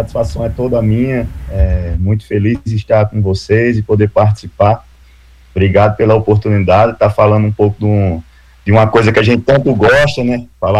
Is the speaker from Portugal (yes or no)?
no; Natal, Rio Grande do Norte, Brazil; moved away as an adult; now in Uberlândia, Brazil; eu sou natural de Natal, né, e já estou no futebol tem alguns anos, e aqui no futebol mineiro já estou há 6 anos